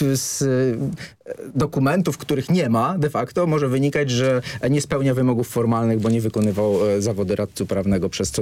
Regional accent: Silesian Voivodeship, Poland; ja jestem ze Śląska

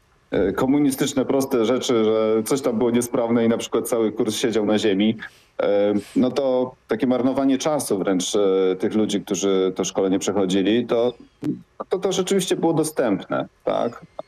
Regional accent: Gliwice, Silesian Voivodeship, Poland; ja się wychowywałem na lotnisku, bo mój tata latał od dziecka mojego. Ja się wychowywałem jedząc piasek na lotnisku w Gliwicach pod samolotu

